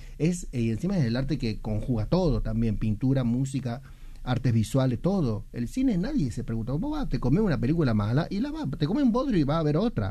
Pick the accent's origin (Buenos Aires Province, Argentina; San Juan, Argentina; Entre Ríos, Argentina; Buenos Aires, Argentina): San Juan, Argentina; now in Córdoba, Argentina; soy sanjuanino, he trabajado mucho tiempo en San Juan